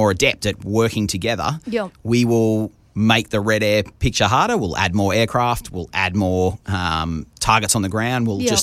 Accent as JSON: {"language": "English", "country": "Australia", "said": "Yeah, absolutely. It's fantastic to show off Australia and the best of Australia to our international partners."}